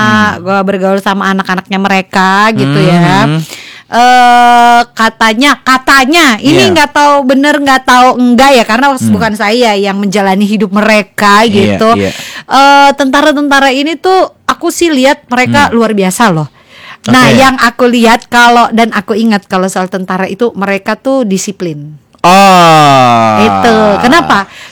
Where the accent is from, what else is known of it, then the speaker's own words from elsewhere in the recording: Indonesia; kita lahir di tanah Indonesia ini.